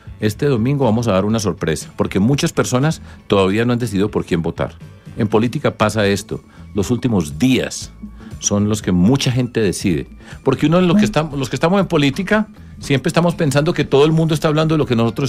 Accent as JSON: {"language": "Spanish", "town": "Medellín", "region": "Antioquia", "country": "Colombia", "moved": "yes", "lives_now": "Bogotá, Colombia", "said": "yo que vengo de Medellín, he vivido muchos años acá y amo mi tierra, por supuesto, pero quiero Bogotá y aquí he tenido muchas oportunidades, y aquí estudié, trabajé"}